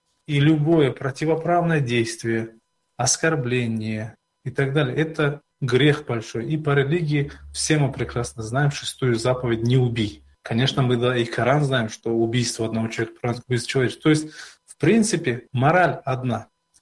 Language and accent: Russian; Kizlyar, Dagestan, Russia; also born or lived in Kizilyurt; Я человек, который родился в Кизилюрте, а всю сознательную жизнь прожил в Кизляре.